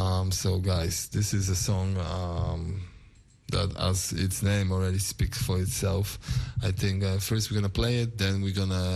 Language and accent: English; Poland; first language Polish; English is a second language; moved away; rapping in my mother language, in Polish